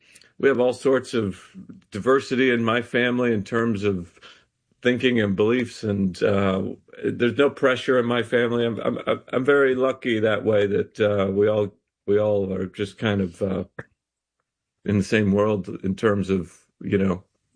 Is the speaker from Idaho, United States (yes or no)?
yes; Idaho, United States; now in New York, United States; It was in L.A. I live in New York. It was in L.A. I'm from Idaho, if you remember.